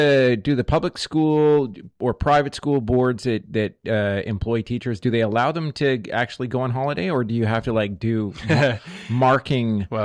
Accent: Canada; It was released in the 2000s, but as a Canadian

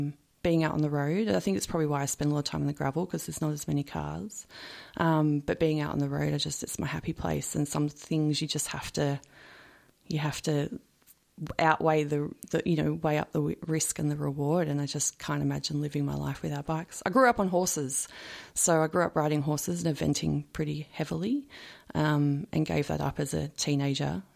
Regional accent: Narre Warren North, Victoria, Australia; born there; also born or lived in Emerald, Victoria; So we moved to the suburbs, hence my inner Bogan suburb girl. So I grew up in Narre Warren, North, yep. Berwick area, went to Berwick High.

